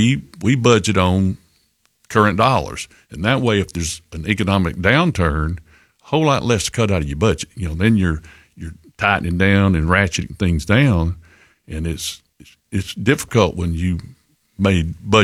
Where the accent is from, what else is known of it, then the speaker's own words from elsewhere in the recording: Cullman, Alabama, United States; growing up in Coleman